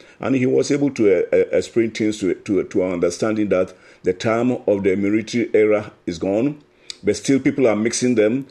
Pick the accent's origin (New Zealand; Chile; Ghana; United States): Ghana; even as a Ghanaian